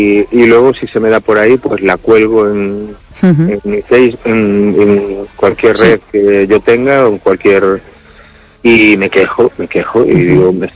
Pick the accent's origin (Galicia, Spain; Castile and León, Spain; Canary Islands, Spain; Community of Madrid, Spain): Galicia, Spain; Cangas; de cuando vivíamos de mi infancia en Masó, allí en Cangas